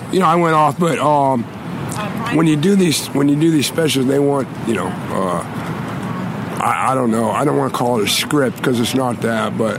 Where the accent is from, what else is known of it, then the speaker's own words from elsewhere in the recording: Wheeling, West Virginia, United States; also born or lived in Hollywood; now in Toronto, Canada; I'm from Wheeling, West Virginia. And I went home for the first time in 27 years last summer